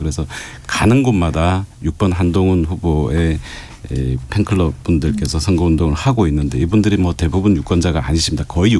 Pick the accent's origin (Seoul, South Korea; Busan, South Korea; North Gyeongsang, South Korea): Busan, South Korea; 제가 지금 계속 집도 부산이시고. 매주 내려가고 있고 제가 네네네. 부산 출신이고